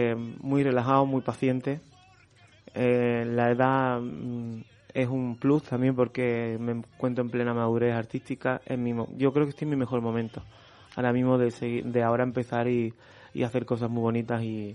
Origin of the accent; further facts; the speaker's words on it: Nerja, Andalusia, Spain; also born or lived in Málaga; a mí mi tierra es la que me retroalimenta, es la que me da energía. No puedo despegarme de ahí.